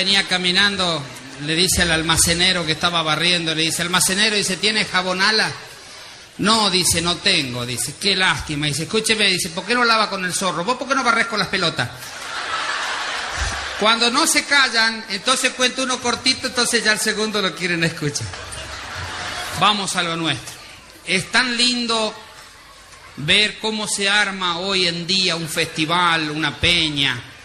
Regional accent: Argentina; moved away; Qué lindo mi pueblo de donde yo nací, que es Coloya Aviñón. Es un pueblo que uno siempre lleva en el corazón

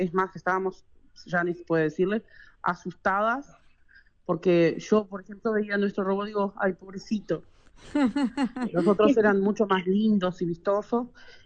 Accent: Rivera, Uruguay; now in Caraguatá, Uruguay; uno de Rivera, que es de donde somos con Yanni, vivimos en Caraguatá, pero somos de Rivera.

